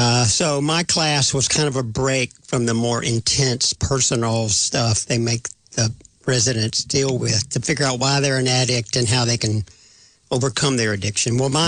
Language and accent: English; Mississippi, United States; I grew up in Mississippi.